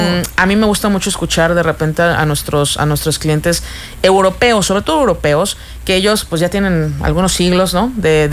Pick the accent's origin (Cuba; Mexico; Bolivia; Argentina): Mexico; born there; somos mexicanas de nacimiento